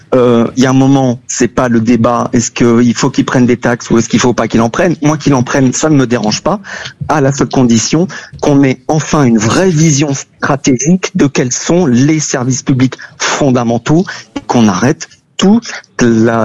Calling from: Huesca, Aragon, Spain; Je suis parti de Toulouse samedi dernier. Je vous appelle de Huesca en Espagne.

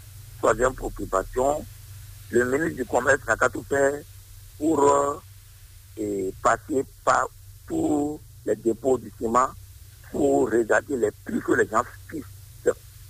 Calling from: Benin

